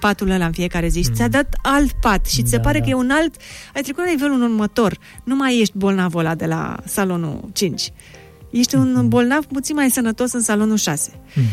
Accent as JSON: {"language": "Romanian", "region": "Ialomița County", "country": "Romania", "said": "Motivul este Ialomița, pentru că provin din Ialomița și am găsit modelul acolo aproape de Slobozia."}